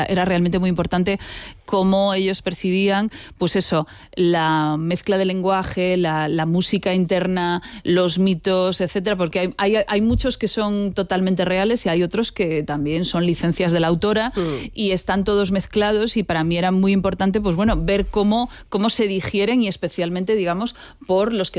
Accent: A Coruña, Galicia, Spain; Soy gallega de digámoslo, soy gallega. Gallega de A Coruña.

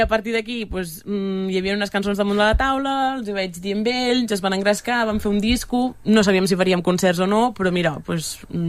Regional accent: Cambrils, Catalonia, Spain

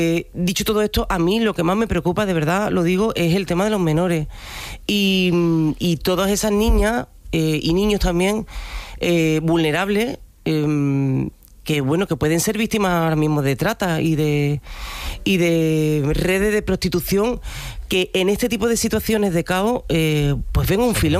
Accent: Andalusia, Spain; los que somos del campo de Gibraltar, como es mi caso

